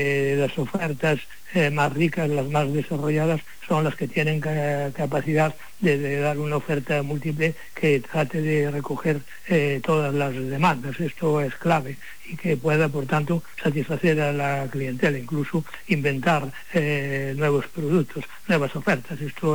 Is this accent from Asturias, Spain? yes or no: yes; Asturias, Spain; now in Santiago de Compostela, Spain; Es mi pueblo, ya, mi pueblo ya.